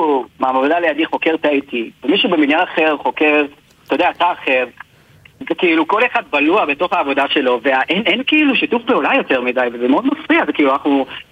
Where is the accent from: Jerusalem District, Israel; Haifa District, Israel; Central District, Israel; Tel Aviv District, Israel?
Jerusalem District, Israel; Beit Shemesh; אני נולדתי, גדלתי בבית שמש, להורים אמריקאים.